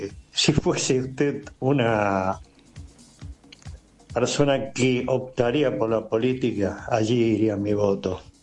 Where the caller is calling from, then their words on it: Buenos Aires, Argentina; Buenos días, doctor Rizzo. … de Parque Chacabuco.